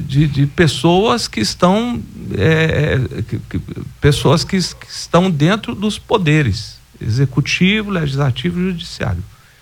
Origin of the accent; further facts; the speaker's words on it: Goiás, Brazil; eu sou goiano